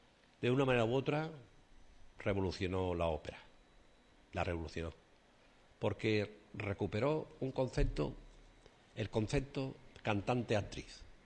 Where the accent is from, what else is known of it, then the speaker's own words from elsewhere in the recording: Sanlúcar de Barrameda, Andalusia, Spain; la semana que viene la Virgen del Carmen en mi tierra, en Bajo de Guía.